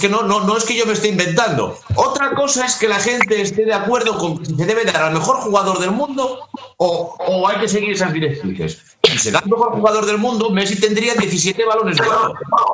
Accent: Spain; yo con que lo gane un español sería feliz como español

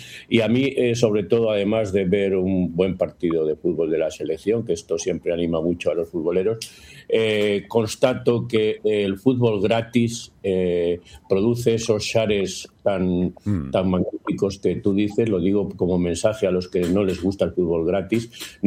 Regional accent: Spain; hoy somos mucho españoles

